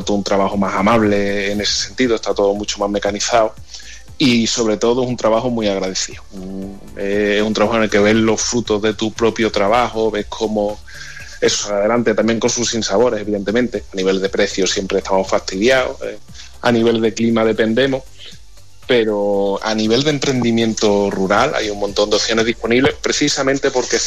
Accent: Azuaga, Extremadura, Spain; En mi pueblo, en Azuaga, de mi edad, te cuento con los dedos de las manos los que estamos.

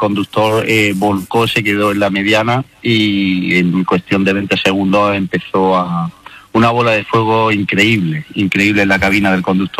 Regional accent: Loja, Andalusia, Spain; now in Almería, Spain; soy natural de Loja y resido actualmente en Almería.

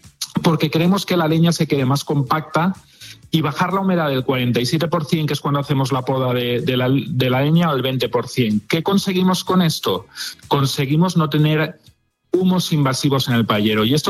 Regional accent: Valencian Community, Spain; no está cocinado como los valencianos decimos que tiene que estar cocinado un arroz

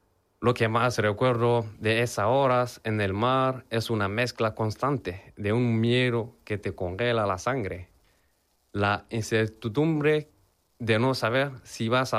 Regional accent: Mali; moved away; Cuando me fui de Mali, hace 3 años, en un momento que quedarme ya no era una opción si quería comenzar a conservar mi vida y mi libertad. La solución en mi país se volvió insostenible

